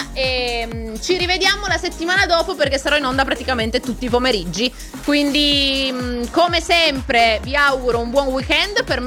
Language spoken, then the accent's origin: Italian; Zurich, Switzerland; born there; sono nato a Zurigo, la mia terra nativa, ci sono stato la settimana quando la Juve ha giocato con il Basilea.